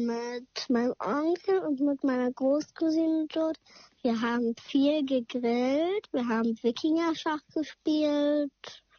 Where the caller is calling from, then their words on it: Kiel, Schleswig-Holstein, Germany; Aus Kiel.